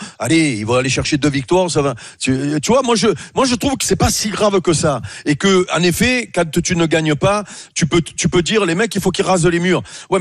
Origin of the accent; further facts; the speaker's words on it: Robion, Provence-Alpes-Côte d'Azur, France; Je suis d'Avignon, moi. Ouais. Oh. Je suis Robion, les taillades.